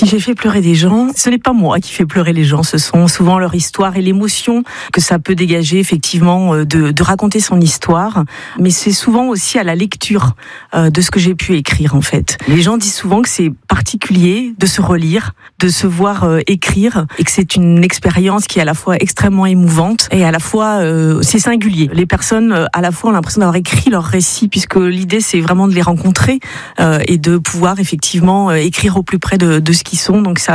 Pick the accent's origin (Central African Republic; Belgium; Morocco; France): France; Parigné-l'Évêque, Pays de la Loire; also born or lived in Le Mans; j'ai 50 ans. Je suis née au Mans et j'ai grandi à Parigné-l'Évêque.